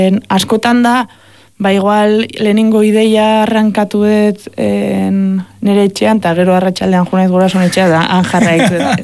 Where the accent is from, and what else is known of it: Lizartza, Basque Country, Spain; accent: Lizartza Basque